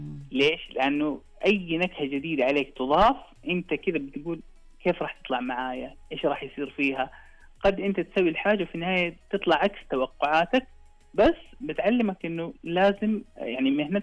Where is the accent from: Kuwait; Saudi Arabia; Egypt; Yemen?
Saudi Arabia; إحنا كسعوديين